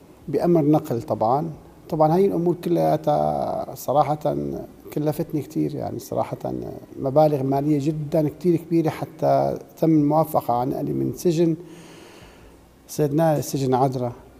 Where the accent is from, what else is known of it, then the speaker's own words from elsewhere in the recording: Rif Dimashq, Syria; قلت له انا من الغوطة.